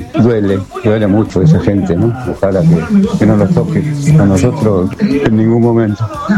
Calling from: Pilar, Buenos Aires Province, Argentina

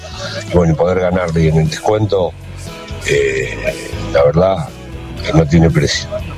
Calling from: Junín, Buenos Aires Province, Argentina; de Junín.

